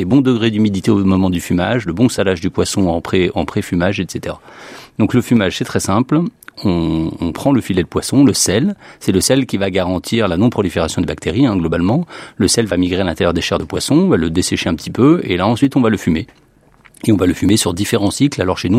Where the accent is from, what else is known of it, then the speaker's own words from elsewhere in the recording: Auvergne-Rhône-Alpes, France; Donc on est de la Dombe, on aime le poisson, on a été bercé avec